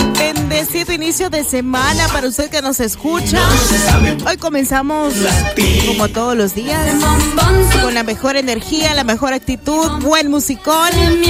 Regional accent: El Salvador; Como hermanos salvadoreños y en lo personal también es para mí, es muy importante tener el micrófono de Urbana

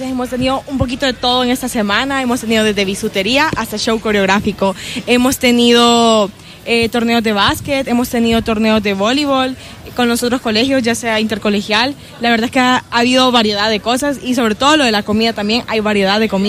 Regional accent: El Salvador

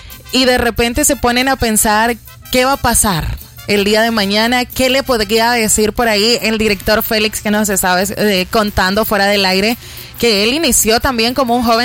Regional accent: El Salvador; como salvadoreños podemos ser un poco inquietos

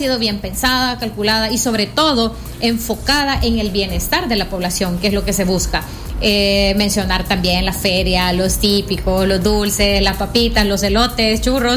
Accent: El Salvador; es la misma que nos permite ahora disfrutar como salvadoreños de muchísimos espacios en todo el país

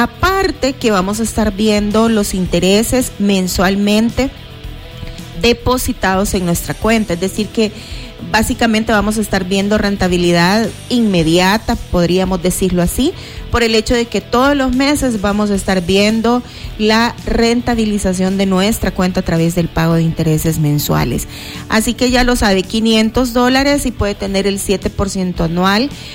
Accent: Nueva Concepción, Chalatenango, El Salvador; los desfiles de Nueva Concepción, de Chalatenango, de donde yo soy

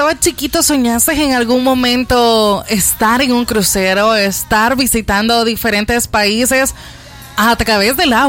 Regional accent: El Salvador; los salvadoreños.

